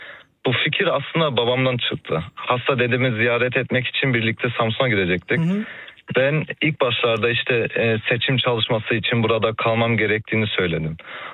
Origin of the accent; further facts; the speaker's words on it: Berlin, Germany; Çocukluğumu anneannemin yanında geçirdim. Çünkü annem babam hep yani çalışıyordular. Kreuzberg'de 3 odalı bir evde bazen 8 kişi yaşadık.